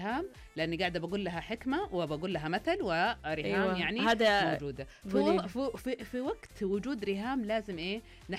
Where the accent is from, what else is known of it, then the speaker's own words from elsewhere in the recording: Eastern Province, Saudi Arabia; born there; وأنا وقتها كنت في الشرقية فكنا نشوف قناة البحرين.